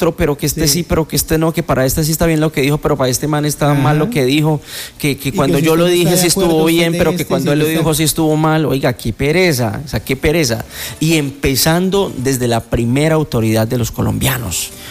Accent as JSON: {"language": "Spanish", "country": "Colombia", "said": "Todos somos colombianos"}